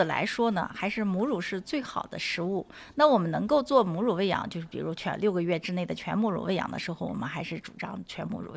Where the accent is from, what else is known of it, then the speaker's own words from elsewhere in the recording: China; 我们中国人坐月子是要吃米酒的